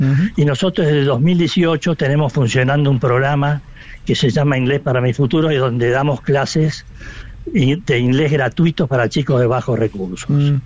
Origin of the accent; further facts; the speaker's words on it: Argentina; Bueno, nosotros como comunidad, sí, ante todo, somos argentinos.